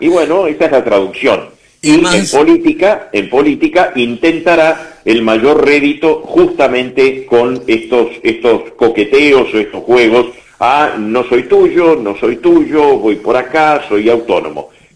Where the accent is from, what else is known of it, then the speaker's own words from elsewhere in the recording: Fray Bentos, Río Negro, Uruguay; en Fraiventos, en mi pueblo, en mi ciudad